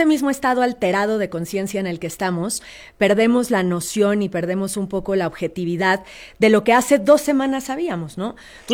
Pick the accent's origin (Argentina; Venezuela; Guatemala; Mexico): Mexico